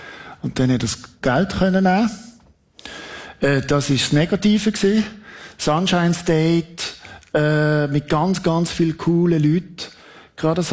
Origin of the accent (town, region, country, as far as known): Switzerland